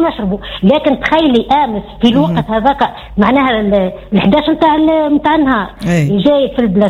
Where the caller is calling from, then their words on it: Skhira, Sfax Governorate, Tunisia; من الصخيره